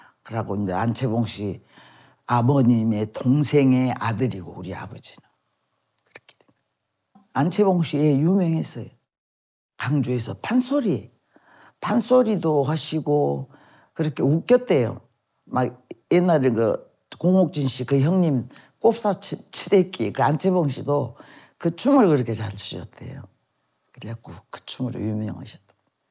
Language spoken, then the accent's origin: Korean; Mokpo, South Jeolla, South Korea; born there; also born or lived in Naju; 제 고향은 나주고요. 43년 7월 4일 생일은 그렇게 하고 거기서 막 그 낳고 바로 목포로 나왔대요.